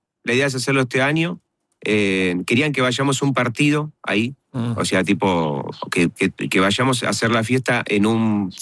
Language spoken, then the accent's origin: Spanish; Argentina; Estamos locos los argentinos porque hacemos cosas.